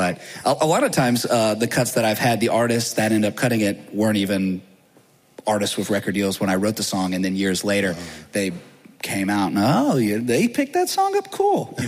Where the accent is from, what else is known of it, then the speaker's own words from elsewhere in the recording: Baton Rouge, Louisiana, United States; now in Nashville, United States; did grow up in Louisiana, and I feel like it definitely seeps into the music a little bit. I love where I grew up in Baton Rouge